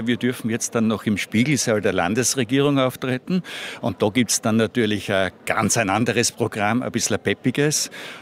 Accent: Styria, Austria; wir kommen nicht aus Graz. Graz kennt man natürlich, aber man kennt auch Weiz. Weiz. Und wir kommen eigentlich aus der Gegend rund um Weiz.

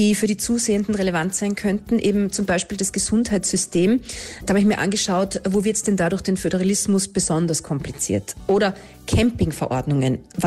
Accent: Zell am See, Salzburg, Austria; now in Vienna, Austria; Ich bin aus Zell am See und nach meinem Umzug nach Wien habe ich ein W-Kennzeichen bekommen.

